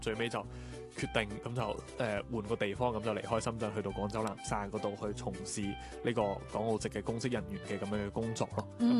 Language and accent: Cantonese; Hong Kong; moved away as an adult; now in Guangzhou, China; 作为一个香港人、香港青年